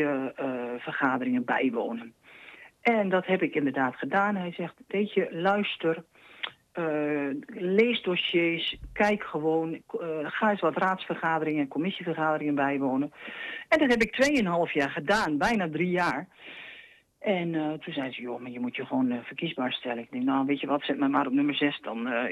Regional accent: Netherlands; Ik ben 61 jaar. Ik ben geboren en getogen in Waterveld. En ik woon nog steeds in Waterveld.

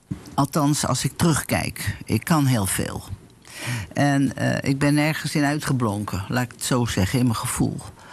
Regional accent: Bussum, North Holland, Netherlands; also born or lived in Naarden; Ik kom uit Bussum overigens.

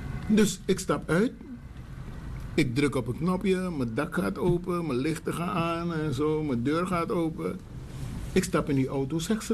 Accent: Belgium; Maar ik kom uit België.

